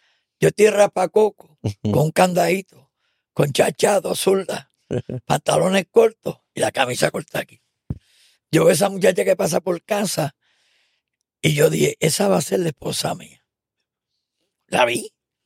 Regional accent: Ponce, Puerto Rico; Porque yo me crié en Ponce y hay otro ambiente en la calle.

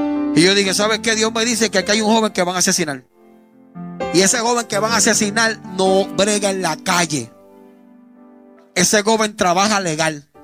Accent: Puerto Rico; moved away; Un residencial en Puerto Rico son lugares donde hay más incidencia criminal. Lugares donde, de donde yo vengo

